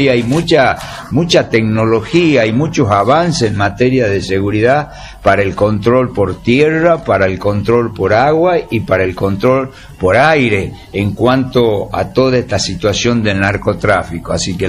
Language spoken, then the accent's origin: Spanish; Argentina